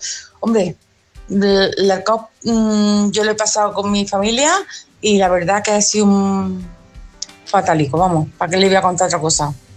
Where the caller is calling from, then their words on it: Córdoba, Andalusia, Spain; de Córdoba capital.